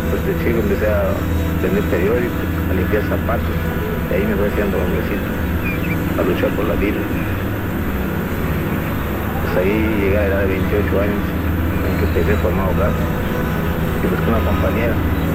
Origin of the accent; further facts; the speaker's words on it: Mérida, Yucatán, Mexico; born there; Nací en Mérida, Yucatán.